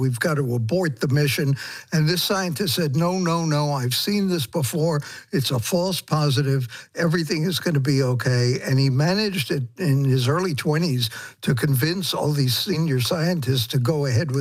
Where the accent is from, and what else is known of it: Brooklyn, New York, United States; born or raised there